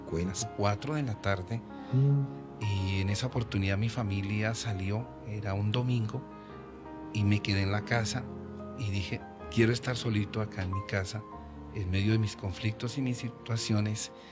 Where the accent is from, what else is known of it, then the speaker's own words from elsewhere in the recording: Cáqueza, Cundinamarca, Colombia; born there; also born or lived in Bogotá; now in Pitalito, Colombia; yo nací en el Hospital San Rafael, que se llama el de Caquesa